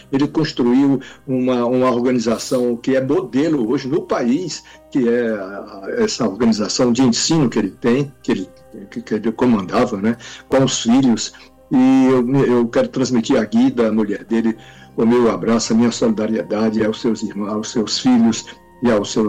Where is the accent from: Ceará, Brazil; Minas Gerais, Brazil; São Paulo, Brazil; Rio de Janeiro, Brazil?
Ceará, Brazil; Fortaleza; Eu cresci com o Otto lá em Messejana. Com o Otto, com o Demócrito Duma e também com o doutor Pompeu Gugel. Eram três casas que ficavam do lado de lá, da Lagoa de Messejana, onde eu nasci.